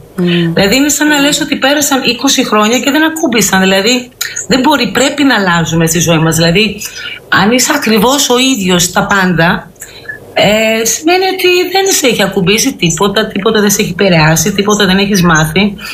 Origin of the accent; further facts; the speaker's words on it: Zimbabwe; now in Greece; γεννήθηκα μεγάλωσα στη Νότια Αφρική, πρώην Ροδεσία, είναι Ζιμπάμπουε.